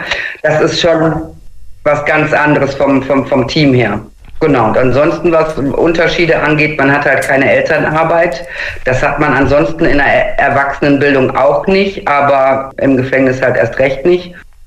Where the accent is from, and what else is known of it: Xanten, North Rhine-Westphalia, Germany; born or raised there; also born or lived in Münster